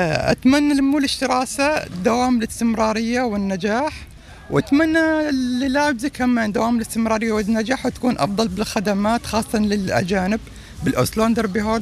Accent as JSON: {"language": "German", "country": "Syria", "second_language": "German", "said": "Ich komme aus Syrien."}